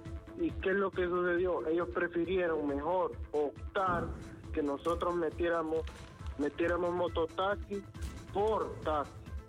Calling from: Pespire, Choluteca, Honduras; nosotros aquí teníamos una asociación de taxistas. En Pespire

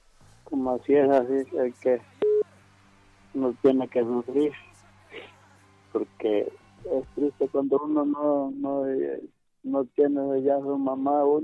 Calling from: San Miguelito, Honduras; Pues aquí de San Miguelito

